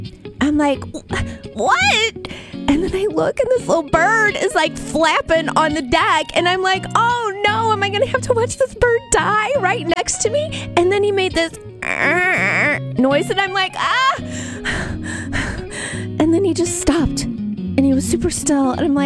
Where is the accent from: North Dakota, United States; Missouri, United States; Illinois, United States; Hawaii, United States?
Illinois, United States; Metamora; now in East Peoria, United States; Hubby and I have lived in this area all our lives. He's from Pekin, I'm from Metamora. We raised our kids in Dunlap.